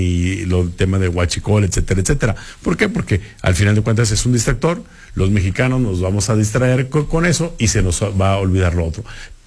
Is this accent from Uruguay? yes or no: no; Mexico; es una sospecha que todos como mexicanos tenemos